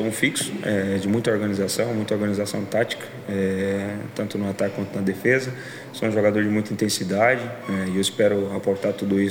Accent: Goiás, Brazil; moved away as an adult; also born or lived in Spain / Croatia; Joguei no Minas Tênis Clube, sou goiano, fui para a Espanha em 2015, fiquei 10 anos na Espanha, um ano na Croácia e hoje estou de volta.

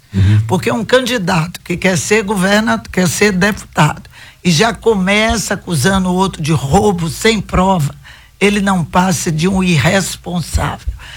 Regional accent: Brazil

